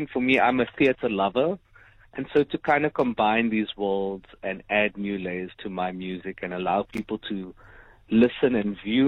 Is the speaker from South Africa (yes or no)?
yes; South Africa; not only as a South African, but just as somebody living in this time.